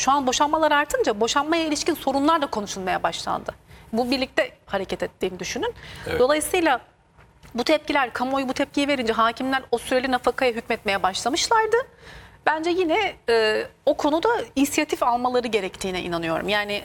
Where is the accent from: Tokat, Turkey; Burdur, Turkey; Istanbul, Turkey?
Tokat, Turkey; Ben her zaman örnek veririm memleketim Tokat'ın halayında bile kadınlar erkeklerin omuzlarına çıkarak halay çekiyor.